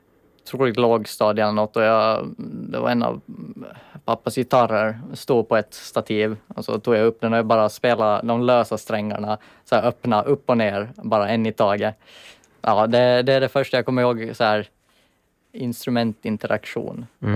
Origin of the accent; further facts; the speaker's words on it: Åland, Åland Islands; also born or lived in Västanfjärd, Kimitoön, Finland; now in Jakobstad, Finland; Jag är född på fastlandet faktiskt. Södra Finland på Kimitoön i Västanfjärd. Jag tror det var då jag var 5 år, så flyttade vi hit och så har jag bott här sedan dess. I princip, så största delen av livet har jag bott här.